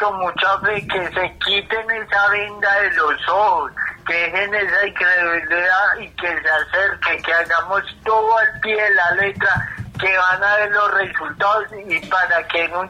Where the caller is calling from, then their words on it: Bogotá, Colombia; aquí alto de Cazuca, aquí en Bogotá